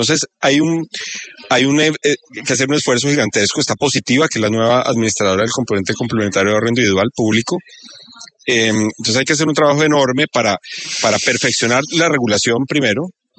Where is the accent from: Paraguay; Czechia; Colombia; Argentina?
Colombia